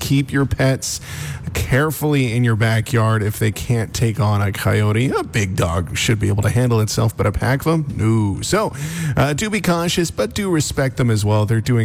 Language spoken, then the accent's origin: English; Alberta, Canada; now in Castlegar, Canada; Growing up in Alberta, I spent a lot of time around coyotes.